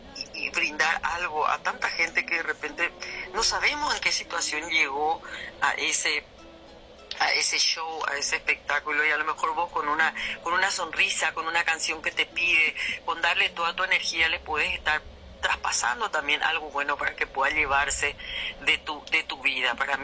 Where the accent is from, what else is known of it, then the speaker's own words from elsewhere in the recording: Asunción, Paraguay; born there; Vengo de padres campesinos, ¿verdad? Como muchos los que estamos acá. Yo ya nací en Asunción, pero vengo de padres campesinos